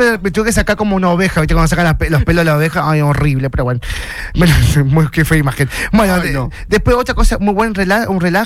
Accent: Mar del Plata, Buenos Aires Province, Argentina; Yo soy marplatense

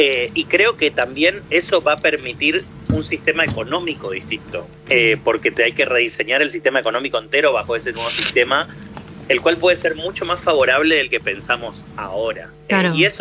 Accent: Corrientes, Argentina; now in Buenos Aires, Argentina; yo soy correntino, vivo en Buenos Aires

